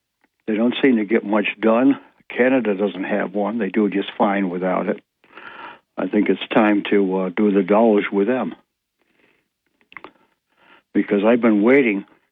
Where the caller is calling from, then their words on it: Ithaca, New York, United States; of Greater Ithaca.